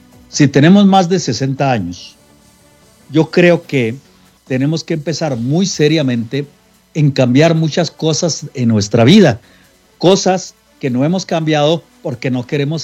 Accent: Mexico; moved away; Cuando, bueno, al momento que vine de México, todavía no llegaba el tiempo en que me tuviera que endeudar tanto como para andarme escondiendo del cobrador.

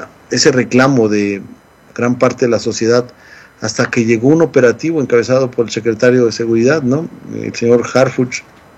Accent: Yautepec, Morelos, Mexico; moved away; el municipio de donde yo soy originario, que la cabecera municipal es Yautepec, Morelos

